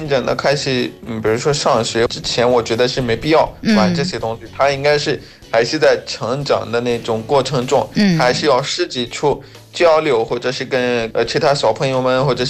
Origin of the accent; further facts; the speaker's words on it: Pakistan; Chinese is a second language; 感谢大家收听，我是来自巴基斯坦的